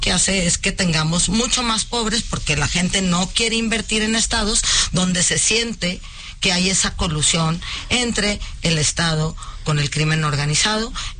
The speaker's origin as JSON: {"language": "Spanish", "region": "Durango", "country": "Mexico", "said": "yo soy de Durango."}